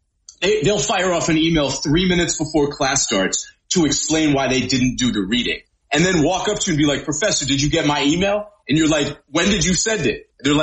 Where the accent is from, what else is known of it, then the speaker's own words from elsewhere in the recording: Boston, Massachusetts, United States; You know, I mean, listen, man, I grew up in Boston. I grew up under the curse of the Bambino.